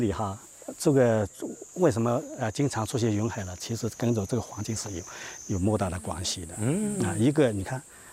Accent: East China, China; 其实我小时候也就是在一个梯田边长大的。

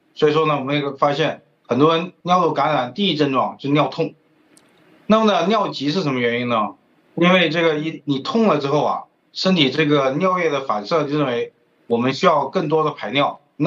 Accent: South China, China; 我们作为一个南方人，这个上火是最典型的一个大家说的一个问题。

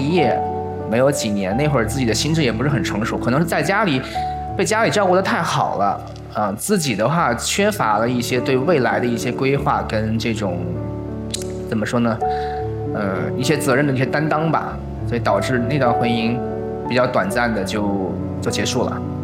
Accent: Beijing, China; 在北京的海淀，就是三环边上买了套房，包括我从小的上学也是在那个区域

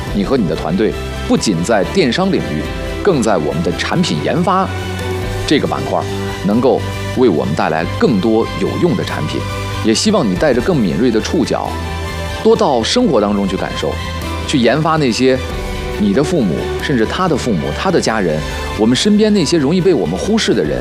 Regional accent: China; 让我们中国人能够对保健品开始有了一个正确的认知

